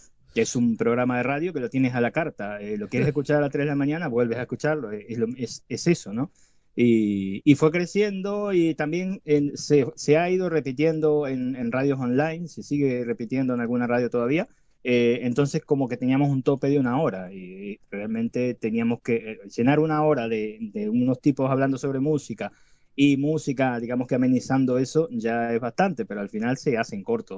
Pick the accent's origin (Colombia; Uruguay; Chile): Uruguay; Juan Lacaze, Colonia; moved away as an adult; also born or lived in Rosario, Uruguay; now in Seville, Spain; yo soy de Rosario, pero a los 3 años me fui a vivir a Juan Lacase, así que me puedo considerar sabalero de ley.